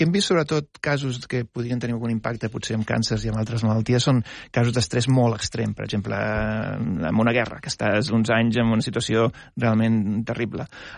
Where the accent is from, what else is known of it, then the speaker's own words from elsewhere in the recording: Blanes, Catalonia, Spain; he crescut a Blanes anant al cinema moltíssim. Tenia un oncle que tenia els cinemes de Blanes